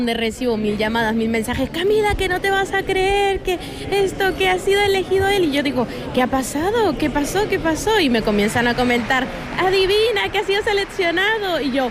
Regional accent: Lima, Peru; Soy limeña.

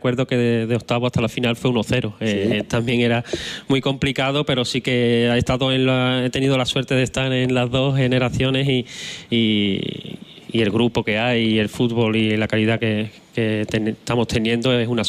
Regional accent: Los Palacios y Villafranca, Andalusia, Spain; born there; Mi pueblo, mi gente, esa humildad, esa sencillez que tienen

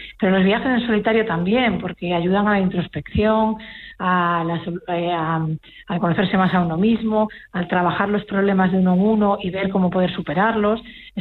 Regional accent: Galicia, Spain; Los gallegos acuden, como gallega que soy, muchos de ellos, los mayores, acuden mucho al programa de balnearios

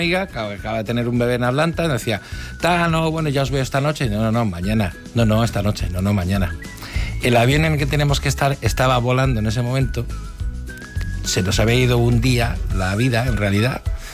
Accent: Spain; Y dice, ¿de dónde sois? ¿Sois americanos? No, no, somos españoles. ¿Y queréis pasar de Estados Unidos a Canadá? Con una licencia de conducir de Texas, siendo españoles.

